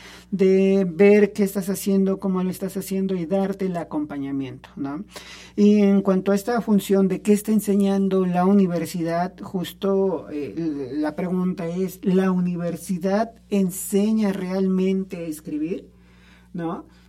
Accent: Zacapoaxtla, Puebla, Mexico; moved away; mi pueblo no ha salido de mí, la libertad de Zacapuaxtla no ha salido de mí, mi lengua, mi cultura no ha salido de mí

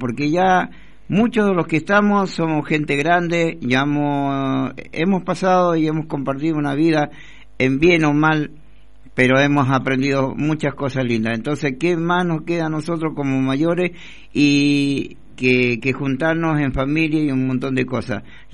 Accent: Argentina; tenemos que estar orgullosos los argentinos

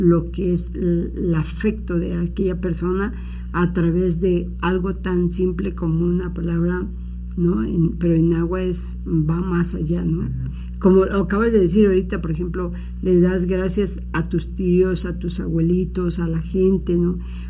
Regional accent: Veracruz, Mexico; Y yo también soy jarocha

